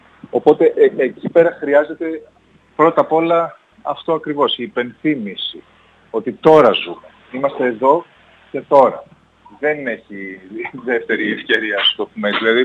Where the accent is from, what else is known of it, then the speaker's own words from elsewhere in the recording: Thessaloniki, Central Macedonia, Greece; Όταν είμαι εδώ, στη Θεσσαλονίκη, στην πόλη μου